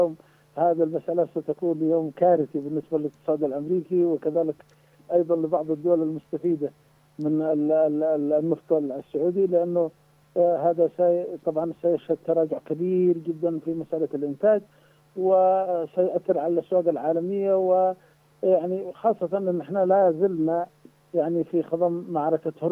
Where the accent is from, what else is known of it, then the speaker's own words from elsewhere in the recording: Yemen; إحنا كيمنيين